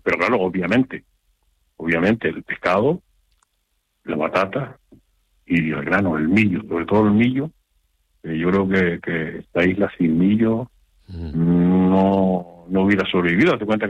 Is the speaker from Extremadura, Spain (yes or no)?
no; Canary Islands, Spain; ¡somos canarios! No somos canarios, somos tontos.